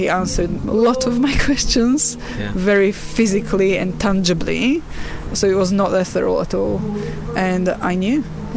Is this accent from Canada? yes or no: no; Slovakia; English is a second language; My grandfather was a leader of Communist Party in the region because I'm from Slovakia. And when I was little, until about 8 or 9, there was still communism in Slovakia, Czechoslovakia then.